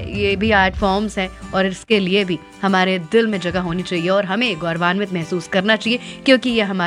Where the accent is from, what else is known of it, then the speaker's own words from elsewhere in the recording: Delhi, India; also born or lived in Bengal; मैं दिल्ली से बिलोंग करती हूँ, मैं दिल्ली से आती हूँ, but I am a Bengali, तो बंगाल का कल्चर मुझे बहुत अच्छे से पता है।